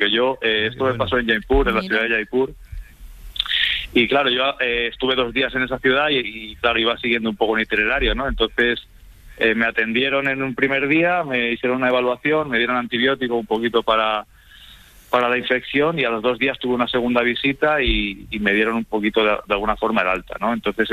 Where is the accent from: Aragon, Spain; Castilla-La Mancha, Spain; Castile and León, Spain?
Castile and León, Spain; Zamora; now in Barcelona, Spain